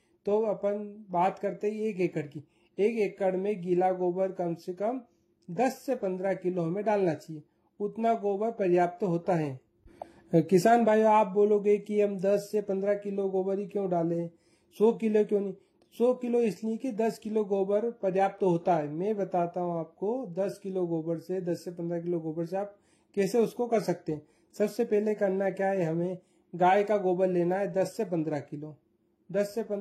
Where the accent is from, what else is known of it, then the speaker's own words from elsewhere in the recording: Dhar district, Madhya Pradesh, India; मैं ग्राम माचकंदा डिस्ट्रिक्ट धार का रहने वाला हूँ।